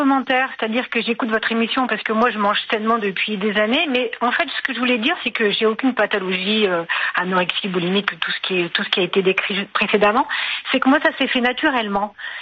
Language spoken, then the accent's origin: French; France; now in Madrid, Spain; Alors, moi, j'habite à Madrid. Je suis française, mais.